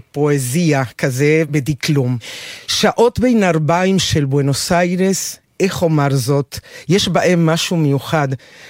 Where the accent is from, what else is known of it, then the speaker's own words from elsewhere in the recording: Montevideo, Uruguay; Hebrew is a second language; now in Israel; אני מאורוגוואי, נולדתי במונטווידאו, עיר אווירה, קטנה וחמה